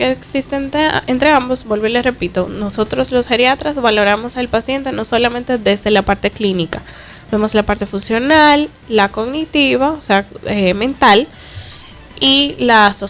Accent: Puerto Plata, Dominican Republic; cuando yo terminé la carrera de medicina, que vine aquí a mi pueblo a hacer la pasantía de ley

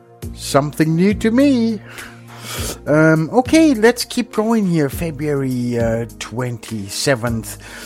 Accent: Germany; Growing up in Germany, let me say it that way. The 80s, that was my teenage years.

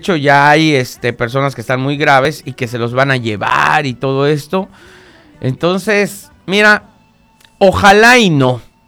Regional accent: Venezuela; Soy de Venezuela, fíjate.

